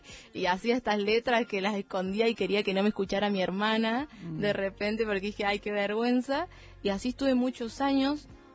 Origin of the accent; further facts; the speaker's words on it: Villa Mercedes, San Luis, Argentina; moved away as an adult; now in Buenos Aires, Argentina; Yo soy de Eva Perón, de Villa Mercedes